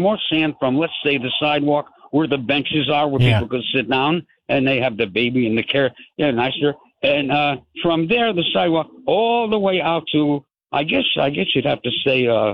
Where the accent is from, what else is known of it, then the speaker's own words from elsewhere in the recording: Bridgeport, Connecticut, United States; now in the Valley, Connecticut, United States; I'm born and raised in Bridgeport.